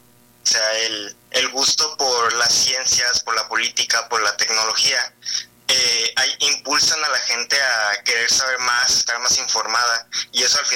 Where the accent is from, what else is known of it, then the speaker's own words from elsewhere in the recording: Ciudad Obregón, Sonora, Mexico; born there; Sí, yo soy de Ciudad Obregón, nacido aquí.